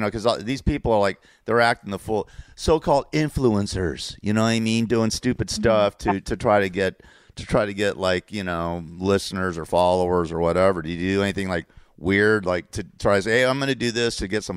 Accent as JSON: {"language": "English", "town": "Los Angeles", "region": "California", "country": "United States", "tie": "born or raised there", "said": "Listen, like I said, I grew up on the Sunset Strip."}